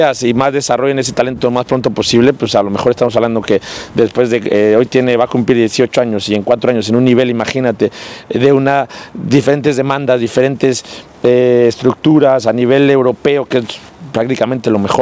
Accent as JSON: {"language": "Spanish", "country": "Mexico", "said": "Pero como mexicano siempre da ilusión representar a mi país en un mundial. Representé a mi país, fui campeón del mundo, sub-17."}